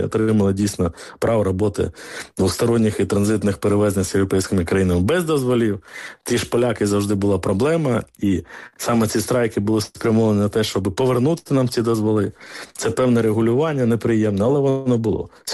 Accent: Kherson, Kherson Oblast, Ukraine; ні в моєму рідному Херсоні

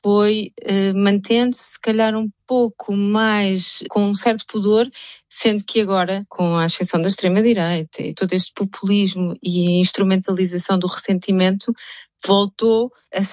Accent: Lisbon, Portugal; moved away as an adult; also born or lived in Cape Verde / Angola / Mozambique / Brazil; como é que uma jovem lisboeta branca vai percebendo essas injustiças?

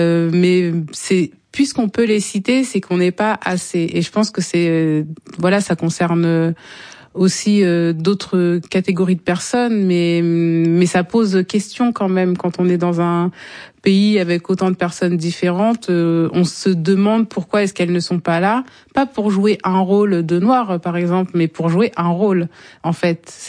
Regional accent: Canteleu, Normandy, France; mais comment ça de Normandie, vous venez d'où? Je dis Rouen, mais Rouen, enfin Canteleu, mais où, près de Rouen, donc en Normandie.

